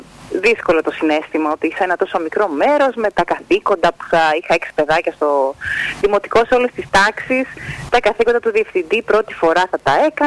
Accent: Northern Greece, Greece; moved away as an adult; now in Irakleia, Greece; Εγώ είμαι από Καρπερί Θερών, από Βόρεια Ελλάδα.

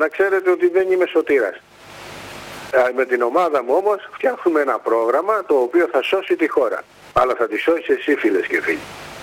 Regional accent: Western Greece, Greece; στο χωριό μου εκεί στην Πάτρα και στα Καλάβρητα

